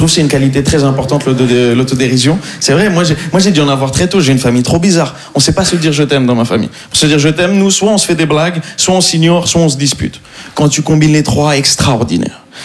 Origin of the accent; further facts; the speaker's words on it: Morocco; Je suis marocain. Et ouais, voilà, ça se voit pas du tout.